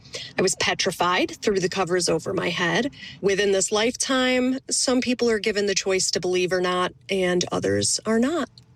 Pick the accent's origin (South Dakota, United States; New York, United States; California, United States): New York, United States; now in Glen Burnie, United States; I grew up in Central New York in a Revolutionary War era city.